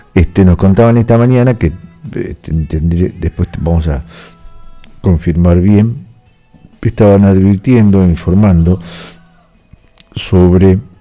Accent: Argentina; Como argentinos que somos, tendríamos que poner la mejor canción, ¿no?

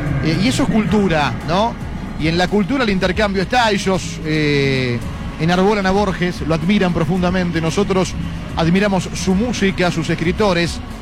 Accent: Argentina

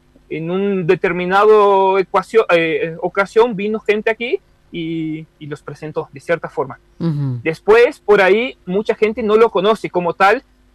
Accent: El Soberbio, Misiones, Argentina; also born or lived in Eldorado; Yo soy de Soberbio, Mica es de Iguazú, entonces bueno, pero vivimos en El Dorado por mucho tiempo, creo que más de 8 o 9 años.

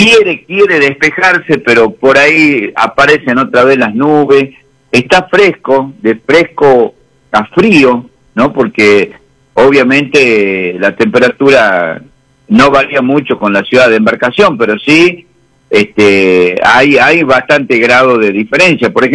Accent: Argentina; now in General Güemes, Argentina; Como verdaderamente argentino que somos

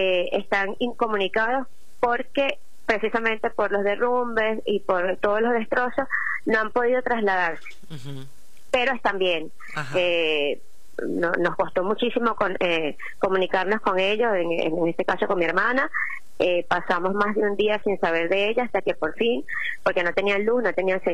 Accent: Venezuela; moved away as an adult; now in Quilmes, Argentina; yo tengo en Argentina 10 años y los 10 años que tengo en Argentina los tengo en Quilmes. Tenemos una relación con Quilmes muy estrecha porque mi hermana se casó en Caracas hace más de 40 años con quilmeño.

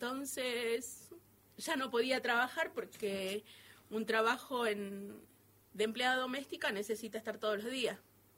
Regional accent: Cachi, Salta, Argentina; now in Salta, Argentina; Viven mis suegros, mi mamá, mi papá, mis hermanos, están toda la familia está allá. Me vine, ya 24 años que vivo acá en Salta.

